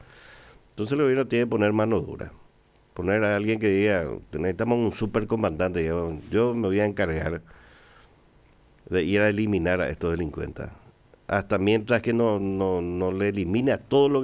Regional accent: Paraguay

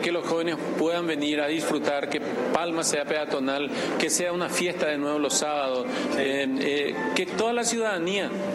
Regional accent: Paraguay; Nuestra identidad como paraguayo está ahí, ¿verdad?

